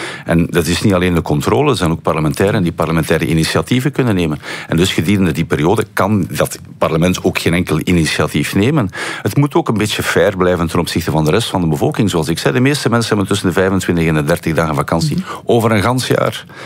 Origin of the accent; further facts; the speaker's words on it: Brussels, Brussels-Capital Region, Belgium; Maar ik ben ook Brusselaar